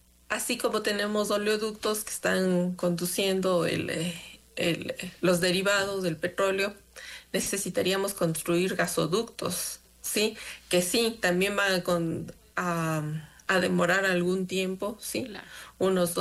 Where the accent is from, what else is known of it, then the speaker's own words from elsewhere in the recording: Ecuador; nosotros como ecuatorianos